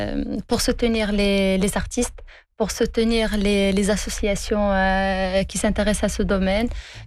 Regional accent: Morocco; C'est sûr, on est des Marocains quand même.

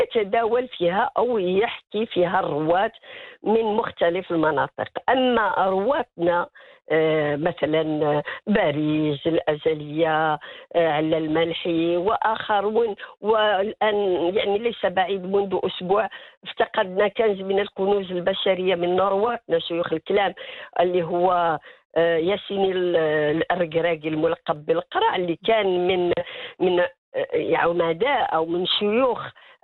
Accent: Morocco; نحن كمغاربة

